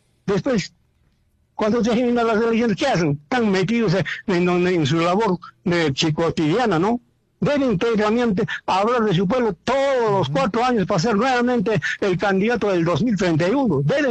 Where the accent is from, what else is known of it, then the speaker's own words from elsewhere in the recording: Putina, Puno, Peru; moved away; also born or lived in Arequipa; habré estado años en Arequipa, pero siento más Putina. Y en Juliaca no voto yo, yo voto en Putina. Yo tengo que ir a votar a Putina, mi pueblo querido